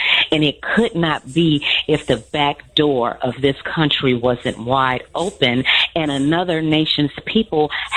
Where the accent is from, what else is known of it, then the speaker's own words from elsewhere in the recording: Chicago, Illinois, United States; also born or lived in Chatham, Chicago / Park Manor, Chicago; I grew up in South Shore and then migrated to Chatham, Park Manor.